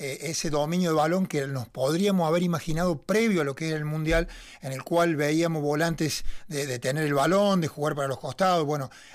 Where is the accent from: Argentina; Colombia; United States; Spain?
Argentina; soy argentino y la verdad que se sufrió mucho, mucha tensión.